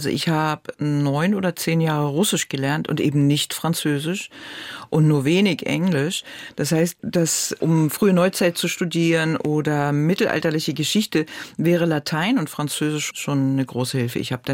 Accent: Berlin, Germany; Ich bin an der Mauer groß geworden.

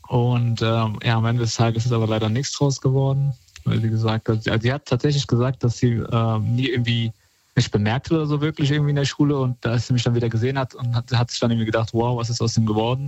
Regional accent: Cologne, North Rhine-Westphalia, Germany; Ich komme aus Köln, ja. Ich bin auch hier geboren und aufgewachsen.

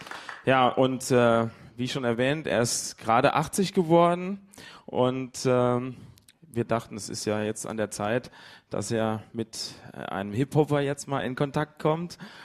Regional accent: Rhineland-Palatinate, Germany; Als Pfälzer ist das ja nicht ganz so einfach, aber ich habe mich als Pfälzer gut integrieren können.

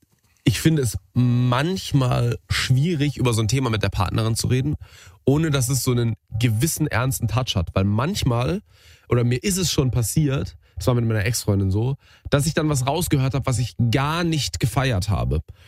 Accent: Karlsruhe, Baden-Württemberg, Germany; weil wir kommen ja beide aus Karlsruhe.

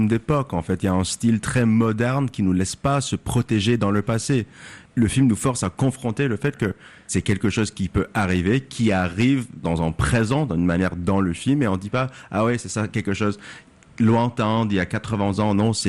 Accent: Canada; now in France; Je suis canadien, mais avec un titre de séjour français. Et je lis les quotidiens, je vis ma vie en France.

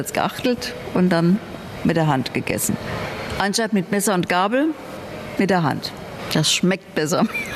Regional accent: Bierbach, Saarland, Germany; ich komme aus Bierbach und bin ein saarländisches Urgewächs.

